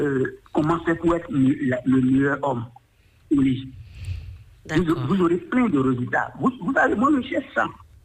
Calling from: Benin; J'appelle de Rayé.

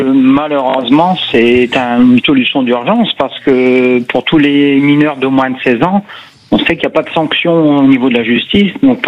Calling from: Hauts-de-France, France; par chez nous, dans le Pas-de-Calais

